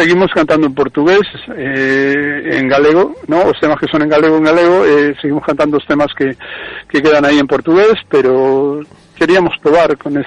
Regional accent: Argentina; now in Fene, Spain; son de mi tierra

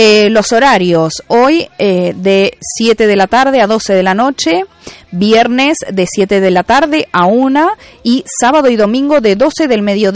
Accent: Uruguay; moved away; no soy argentina, soy uruguaya

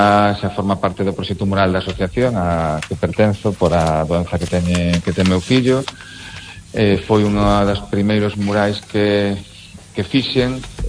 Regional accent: Lugo, Galicia, Spain

